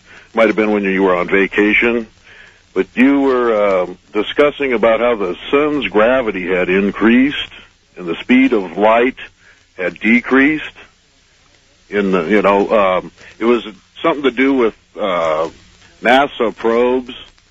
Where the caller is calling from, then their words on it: Reno, Nevada, United States; from Reno.